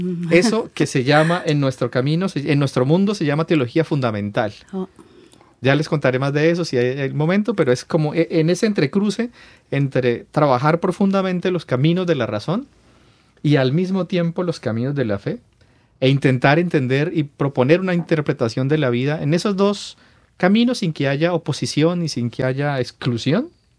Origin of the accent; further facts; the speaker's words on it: Zuluaga, Huila, Colombia; Yo, como decías ahora, vengo del sur de Colombia, en la región se llama el Huila, y el pueblo se llama Zuluaga, que pertenece al municipio de Garzón